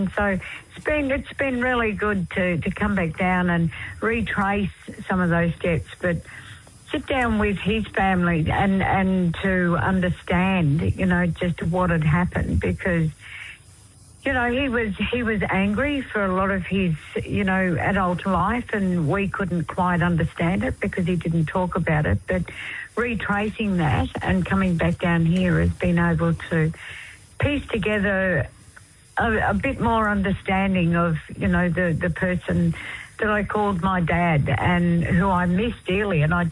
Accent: Tiwi Islands, Northern Territory, Australia; I'm from the Tiwi Islands. My mum was from the Tiwi Islands. My father was a member of the Stolen Generation, removed as a little one from around Tea Tree.

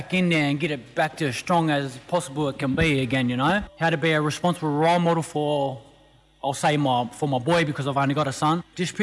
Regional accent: Mount Druitt, New South Wales, Australia; born or raised there

